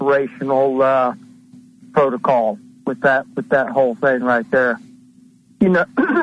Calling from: Tennessee, United States; from Tennessee.

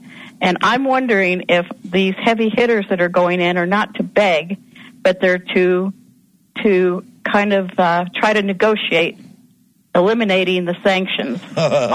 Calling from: Idaho, United States; Hi, this is … from Idaho.

